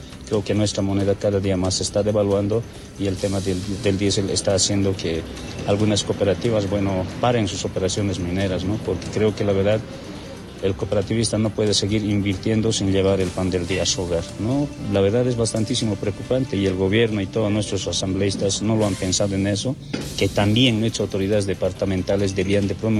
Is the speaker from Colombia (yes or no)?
no; Bolivia